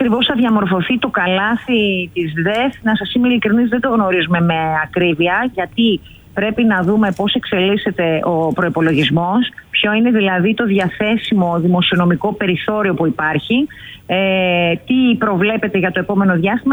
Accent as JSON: {"language": "Greek", "town": "Grevena", "region": "Western Macedonia", "country": "Greece", "tie": "born or raised there", "also_born_or_lived": "Thessaloniki", "said": "Είναι το χωριό μου και πιστέψτε με ότι κάθε φορά που έφευγα από την Αθήνα για να πάω στο χωριό μου στα Γρεβενά."}